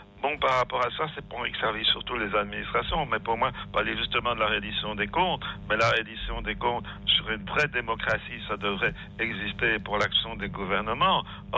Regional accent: Belgium; Enfin, moi, je viens de la Belgique, donc je vais donner un exemple.

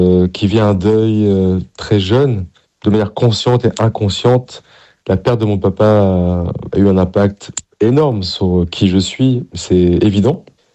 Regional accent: south of France, France; Peut-être parce qu'on vient du Sud, hein.

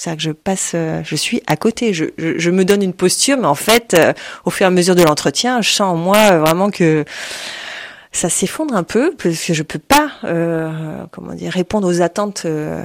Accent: Grand Est, France; moved away; je reçois un coup de fil chez moi en Alsace

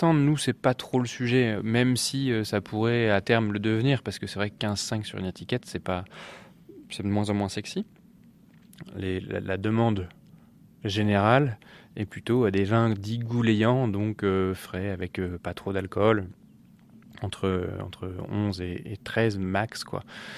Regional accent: Normandy, France; Ça, je suis normand.

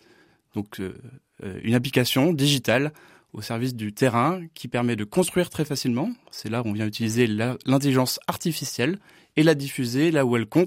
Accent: Nouvelle-Aquitaine, France; Je suis originaire du Sud-Ouest, donc Gascon-Béarnais.

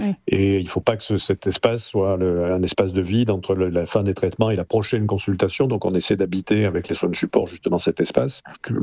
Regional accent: Marseille, Provence-Alpes-Côte d'Azur, France; born or raised there; now in Perpignan, France

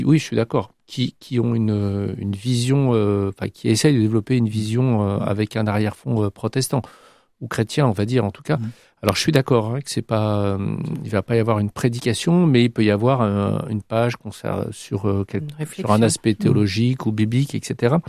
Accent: France; chez nous en France

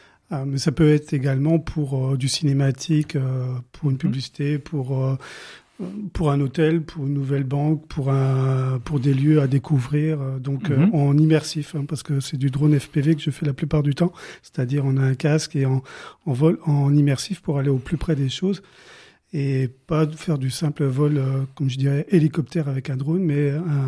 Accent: Grand Est, France; je suis lorrain

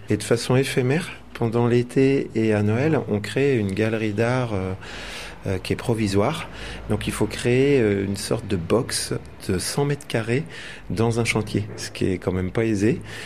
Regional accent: Nantes, Pays de la Loire, France; born there; now in Pont-Aven, France; Je suis né à Nantes, mais fier d'être de souche bretonne. Et je vis à Pontavenne depuis 30 ans.

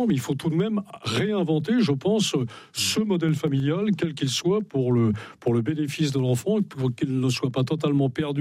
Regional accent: Brittany, France

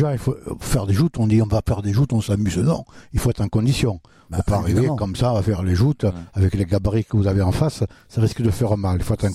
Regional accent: Le Dramont, Provence-Alpes-Côte d'Azur, France; Alors c'est vrai que moi, je suis natif du Dramont. Je suis né au Dramont.

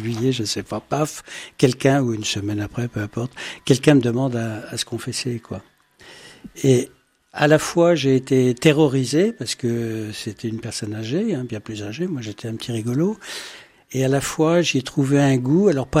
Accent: France; c'est-à-dire on est français, gaulois, de génération en génération

